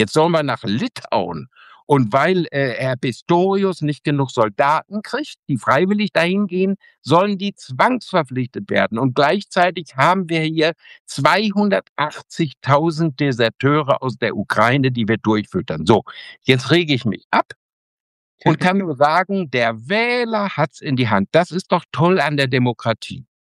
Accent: Bünde, North Rhine-Westphalia, Germany; bin ich in Bünde in Westfalen, in meiner Heimat, Ostwestfalen in der Stadthalle

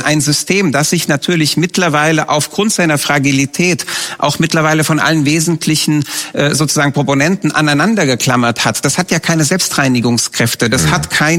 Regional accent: Romania; born or raised there

